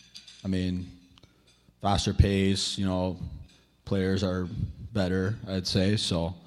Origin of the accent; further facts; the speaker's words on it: Toronto, Ontario, Canada; from Toronto, Ontario, and I'm studying business.